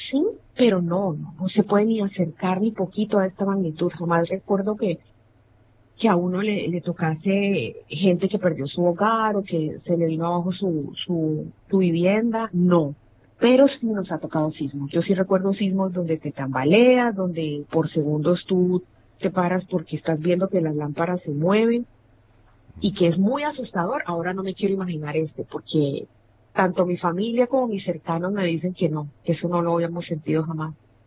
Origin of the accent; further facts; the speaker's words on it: Palmira, Valle del Cauca, Colombia; moved away; Yo soy de Palmira. La ciudad de Palmira queda a unos 20 minutos de la capital, que es Cali